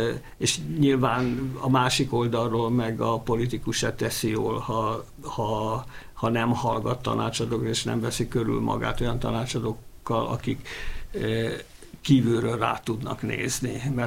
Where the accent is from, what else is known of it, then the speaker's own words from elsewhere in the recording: Budapest, Hungary; Én a 8. kerületben születtem, ott élek azóta is, és ilyen nagy józsefvárosi lokálpatrióta vagyok.